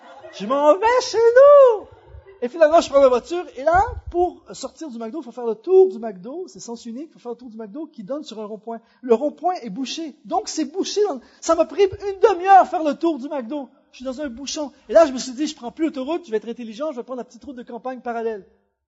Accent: Quebec, Canada; accent: Québécois; je sors mon accent québécois.

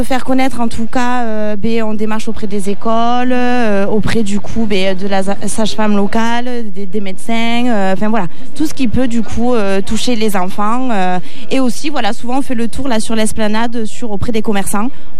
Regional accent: Mende, Occitanie, France; Alors, moi, je suis plus de Mende.

